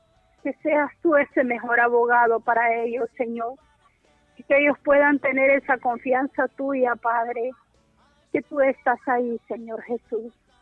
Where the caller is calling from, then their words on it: Cofradía, Cortés, Honduras; De Cofradía, Carretera Viejo Lancho.